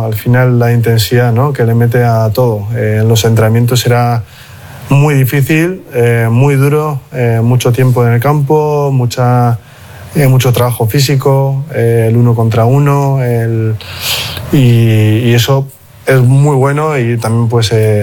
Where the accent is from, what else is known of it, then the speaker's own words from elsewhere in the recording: Bayonne, Nouvelle-Aquitaine, France; Spanish is a second language; now in Spain; no sabía hablar español, o sea, que no hablaba castellano para nada. Y llegué aquí, menos mal que tenía cuatro franceses conmigo, que vinieron también de Bayona y bueno, San Juan de Luz y así.